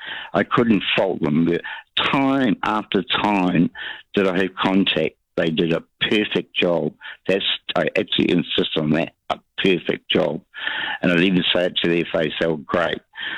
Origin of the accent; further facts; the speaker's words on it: Waimana, Bay of Plenty, New Zealand; also born or lived in Whangarei; we grew up in Waimana near Whakatane, and you know, my parents decided one reason Dad wanted to change jobs